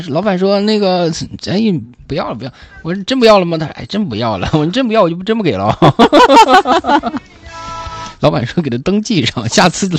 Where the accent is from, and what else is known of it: Jining, Shandong, China; born or raised there; now in Hainan, China